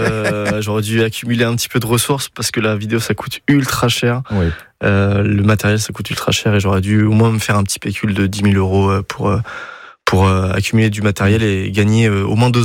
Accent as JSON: {"language": "French", "town": "Dinan", "region": "Brittany", "country": "France"}